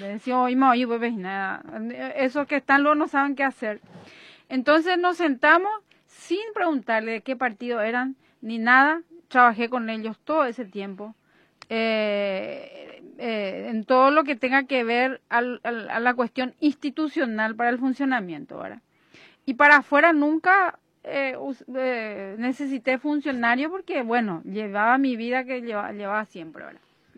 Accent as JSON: {"language": "Spanish", "region": "San Pedro", "country": "Paraguay", "moved": "yes", "lives_now": "Asunción, Paraguay", "said": "nosotros somos de San Pedro"}